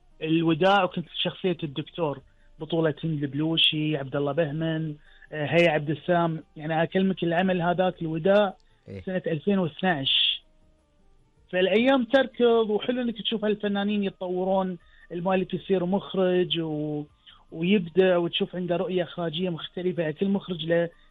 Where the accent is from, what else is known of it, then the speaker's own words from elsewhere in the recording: Qatar; عندنا بقطر